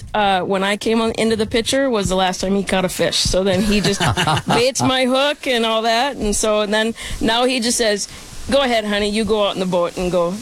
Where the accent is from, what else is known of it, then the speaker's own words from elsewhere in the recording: Brooklyn Park, Minnesota, United States; also born or lived in Spokane, Washington; Yep, I was born in Spokane, then our family moved to Brooklyn Park